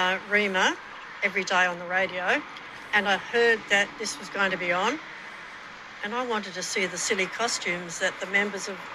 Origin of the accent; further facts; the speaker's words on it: Belmont North, New South Wales, Australia; I'm from Belmont North.